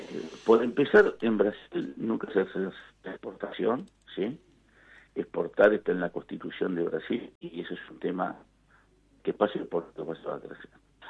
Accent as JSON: {"language": "Spanish", "country": "Argentina"}